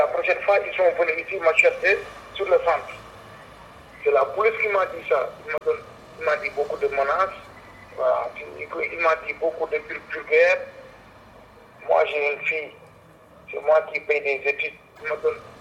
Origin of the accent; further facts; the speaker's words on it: Senegal; moved away as an adult; now in Belgium; mon pays d'origine du Sénégal. Ouais. Ça fait 8 ans que je suis là en Belgique. Moi, je venais ici en 2015, je demande asile